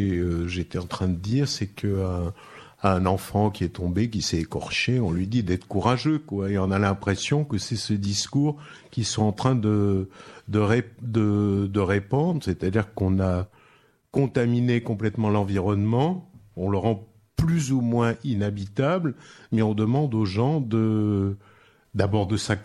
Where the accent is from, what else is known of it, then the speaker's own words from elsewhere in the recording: France; born there; je suis né en France